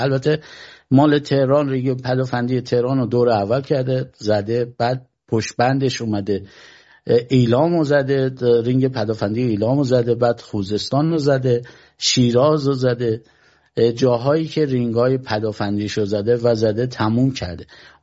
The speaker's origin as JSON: {"language": "Persian", "country": "Iran", "said": "به کشور ما"}